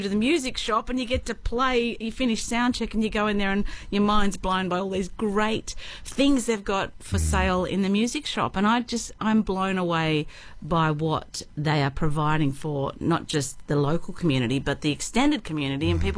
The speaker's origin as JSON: {"language": "English", "town": "Tamworth", "region": "New South Wales", "country": "Australia", "tie": "born or raised there", "moved": "yes", "said": "So I grew up in Tamworth"}